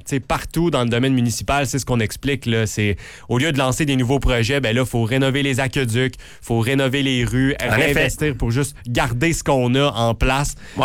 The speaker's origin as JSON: {"language": "French", "town": "Montreal", "region": "Quebec", "country": "Canada", "said": "moi je viens de Montréal"}